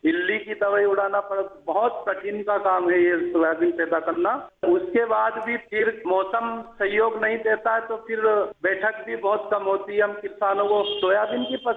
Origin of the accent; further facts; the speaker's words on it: Madhya Pradesh, India; हमारा गांव बहुत सुंदर है ऐसे तो, हमारे गांव के पोहे और समोसे कचौरी बड़े फेमस है।